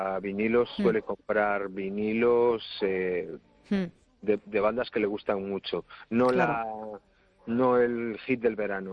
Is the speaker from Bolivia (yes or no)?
no; Cangas, Spain